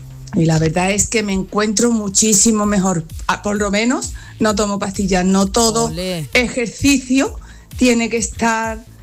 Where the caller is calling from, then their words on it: Algeciras, Andalusia, Spain; de Algeciras. Yo tengo 65 años.